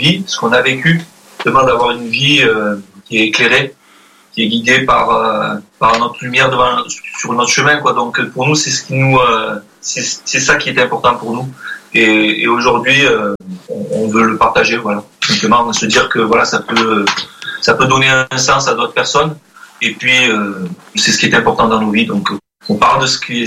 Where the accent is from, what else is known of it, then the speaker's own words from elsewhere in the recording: Marseille, Provence-Alpes-Côte d'Azur, France; On est natif du Sud, donc oui. Donc moi, j'ai tout le temps été dans le Sud